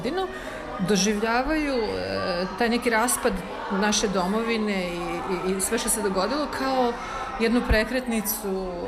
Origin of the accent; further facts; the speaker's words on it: Belgrade, Serbia; moved away; Pa ja sam rođena Beograđanka iz kojeg sam otišla pre skoro 30 godina, tako da se deo bio svojevrsan povratak kući za mene